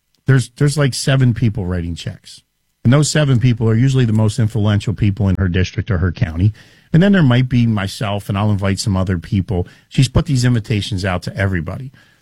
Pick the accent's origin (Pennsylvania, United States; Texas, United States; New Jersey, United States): New Jersey, United States; now in Green Bay, United States; I'm from New Jersey.